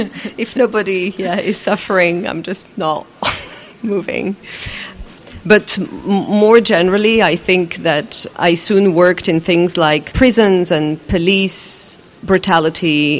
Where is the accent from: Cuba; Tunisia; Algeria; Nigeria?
Algeria; Personally for me, I grew up in Algeria in the 90s and we had a civil war where all the institutions collapsed